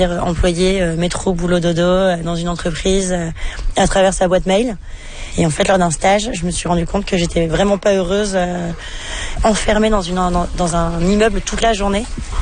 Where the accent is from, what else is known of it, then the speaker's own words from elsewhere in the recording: France; Il n'y avait encore personne qui s'était installé en Argentine pour faire ça en tant que Français.